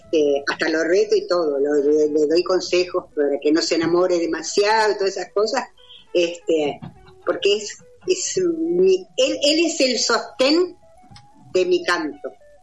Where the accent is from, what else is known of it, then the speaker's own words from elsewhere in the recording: La Pampa, Argentina; moved away as an adult; now in Buenos Aires, Argentina; mi pueblo de La Pampa, yo quizás no sería … no estaría viviendo en Buenos Aires